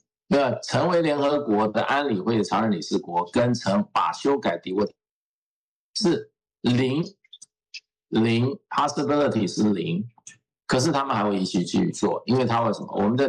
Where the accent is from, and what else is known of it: China